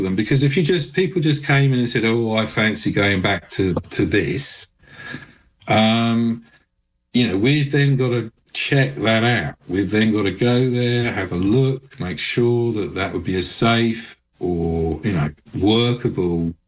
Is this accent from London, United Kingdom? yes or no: yes; London, United Kingdom; And, you know, as a Londoner, you know, I'm fascinated by, at that point, the biggest city in Europe